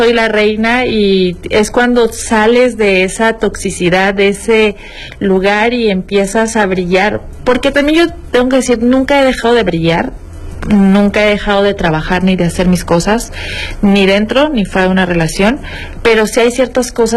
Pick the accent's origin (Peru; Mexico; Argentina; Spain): Mexico; Zinapécuaro, Michoacán; Sinapecuaro, Michoacán.